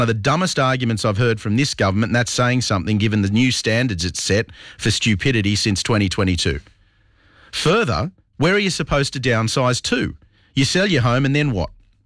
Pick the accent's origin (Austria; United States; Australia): Australia